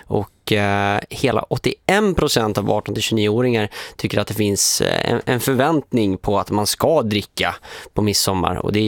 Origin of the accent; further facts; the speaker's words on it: Luleå, Norrbotten County, Sweden; born there; som jag lärde mig när jag var tonåring i Luleå.